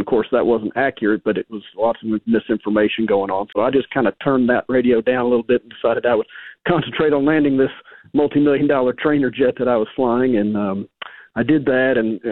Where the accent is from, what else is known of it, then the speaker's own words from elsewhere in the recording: Morrow County, Ohio, United States; I grew up in Morrow County, where my dad's practice was.